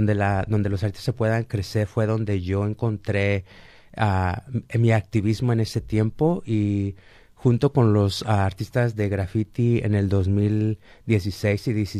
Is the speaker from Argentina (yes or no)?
no; Salinas, California, United States; yo crecí en Salinas y crecí en una comunidad muy amena